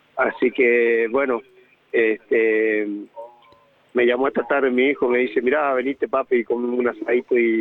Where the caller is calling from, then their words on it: San Rafael, Mendoza, Argentina; te llamo de San Rafael, Mendoza.